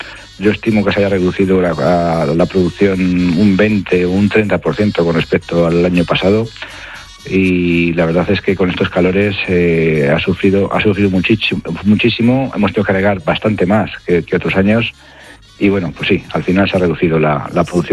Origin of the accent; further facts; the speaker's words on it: Melgar de Fernamental, Castile and León, Spain; Hoy desde Melgar, desde mi pueblo.